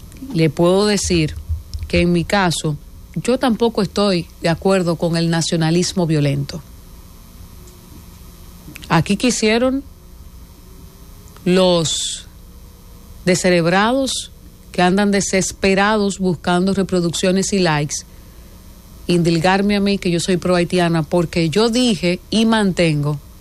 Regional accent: Dominican Republic; Eso no me quita a mí yo poner mi bandera dominicana. Eso no me quita a mí yo decir que soy dominicana y que me siento orgullosa de ser dominicana.

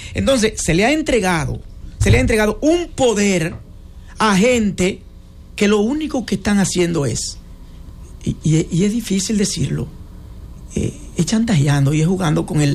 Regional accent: Dominican Republic

